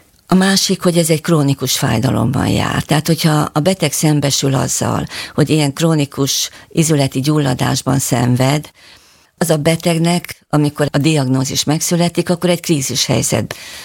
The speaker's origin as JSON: {"language": "Hungarian", "town": "Nyíregyháza", "region": "Szabolcs-Szatmár-Bereg", "country": "Hungary", "tie": "born there", "also_born_or_lived": "Máriapócs", "said": "én Nyíregyházán születtem, de Máriapocson éltem 3 éves koromig, ahol nagyapám görög katolikus pap volt"}